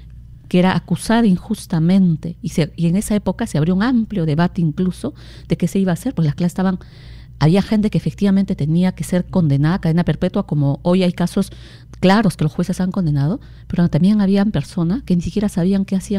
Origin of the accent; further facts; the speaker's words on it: Cusco, Peru; Yo soy cusqueña, he vivido 10 años en comunidades